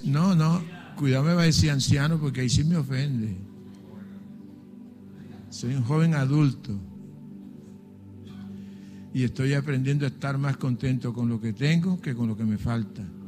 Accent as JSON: {"language": "Spanish", "town": "Planeta Rica", "region": "Córdoba", "country": "Colombia", "tie": "born there", "said": "Nací en Córdoba, en Planeta Rica"}